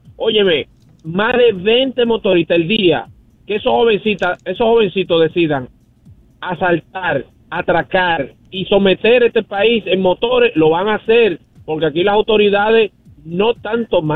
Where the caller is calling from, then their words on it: Santo Domingo Norte, Santo Domingo, Dominican Republic; yo vivo en Sabana Perdida